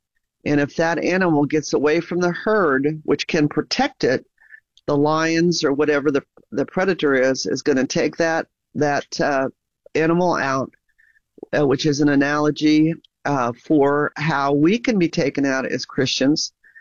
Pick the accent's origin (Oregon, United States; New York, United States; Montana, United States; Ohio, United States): Ohio, United States; moved away as an adult; also born or lived in Massachusetts; now in Oklahoma, United States; I was raised in Ohio, born in Massachusetts, raised in Ohio. But then when I went off to college, I came down to Oklahoma and we never went back.